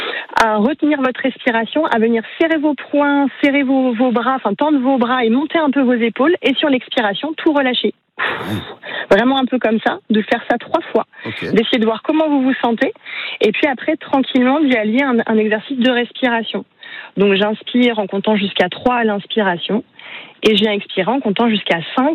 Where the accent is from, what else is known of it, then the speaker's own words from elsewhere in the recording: France; now in Bouessé, France; ici en France.